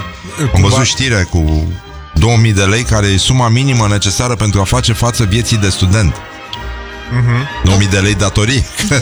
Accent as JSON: {"language": "Romanian", "town": "Brăila", "region": "Brăila County", "country": "Romania", "also_born_or_lived": "Galați", "moved": "yes", "said": "Sunt din Brăila"}